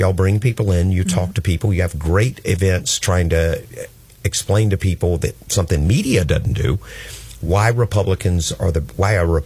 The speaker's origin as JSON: {"language": "English", "region": "Florida", "country": "United States", "said": "I'm from Flagler County."}